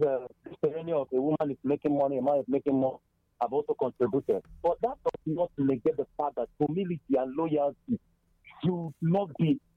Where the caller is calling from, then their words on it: London, United Kingdom; I'm calling from London.